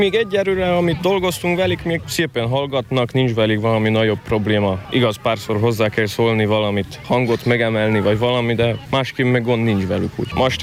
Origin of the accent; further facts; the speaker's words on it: Dolga vas, Prekmurje, Slovenia; magyar vagyok, Hosszúfaluból, Csentibe vagyok